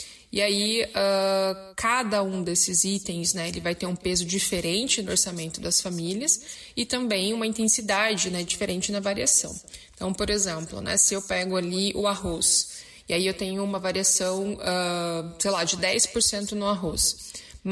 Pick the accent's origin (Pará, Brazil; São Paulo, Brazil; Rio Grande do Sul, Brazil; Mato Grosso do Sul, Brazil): São Paulo, Brazil; now in Cacoal, Brazil; eu sou de São Paulo